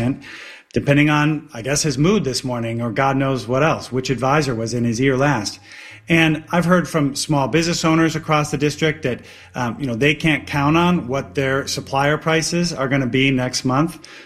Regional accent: East Lansing, Michigan, United States; I was raised here in East Lansing. I live downtown Lansing with my wife

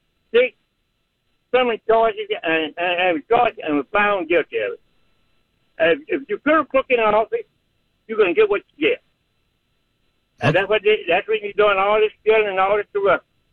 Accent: the South, United States; born there; I'm 73 years old. I was born in the South.

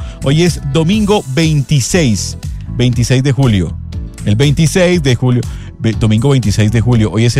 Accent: Baranoa, Atlántico, Colombia; born there; Hoy hay fiestas patronales en la tierra donde yo nací, que es Baranoa. No, Baranoa, allá en el departamento del Atlántico.

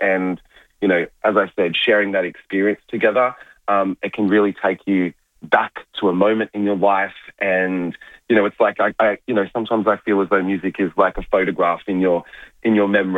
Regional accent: Melbourne, Victoria, Australia; I know I'm from Melbourne and we're known for like restaurants and so forth

